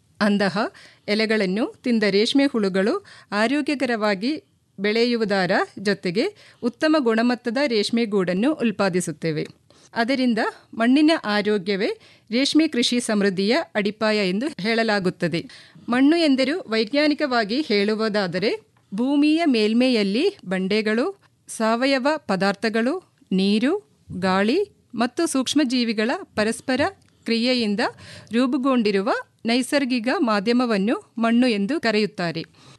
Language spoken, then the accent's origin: Kannada; Palakkad district, Kerala, India; moved away as an adult; also born or lived in New Delhi; now in Mysore, India; I am from Kerala.